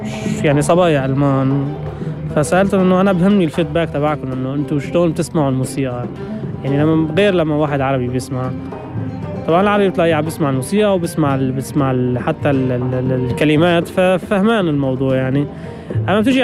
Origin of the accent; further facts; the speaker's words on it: Aleppo, Aleppo Governorate, Syria; now in Berlin, Germany; نحن عندنا بحلب نحن كمان من حلب